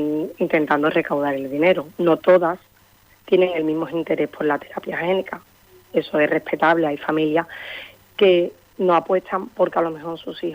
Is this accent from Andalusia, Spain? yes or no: yes; Tocina, Andalusia, Spain; Nosotros somos de Tocina, de un pueblo de Sevilla.